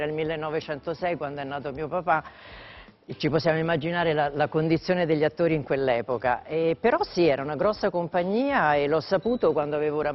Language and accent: Italian; Rome, Lazio, Italy; born there; Sì, sì, sono nata a Roma.